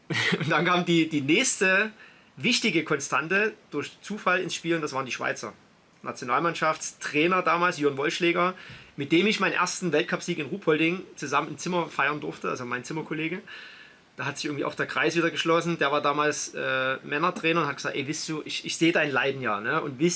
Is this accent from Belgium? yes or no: yes; Belgium; ich bin als Belgier auf Nummer 1 ins Ziel gekommen